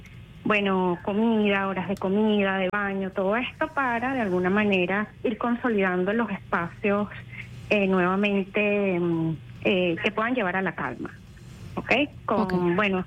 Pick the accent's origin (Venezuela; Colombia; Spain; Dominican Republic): Venezuela; somos humanos y hermanos, somos venezolanos